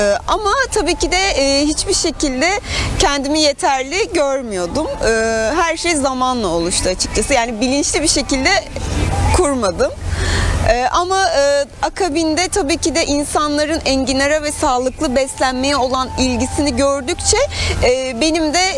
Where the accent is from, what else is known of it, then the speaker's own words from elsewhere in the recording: Aydın, Turkey; bir Aydınlı olarak Aydın'ın kanalında bu şekilde yer almaktan çok keyif alıyorum.